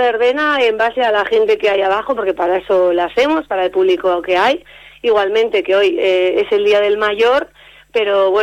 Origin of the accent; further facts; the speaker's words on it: Navarre, Spain; como en la nuestra, como en Navarra